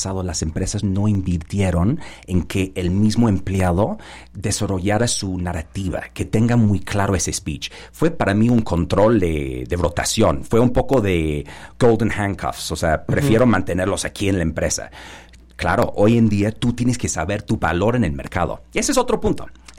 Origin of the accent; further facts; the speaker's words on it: London, United Kingdom; Spanish is a second language; moved away as an adult; now in Mexico City, Mexico; Yo soy de Londres, perdón este acento. Ya mexicano de corazón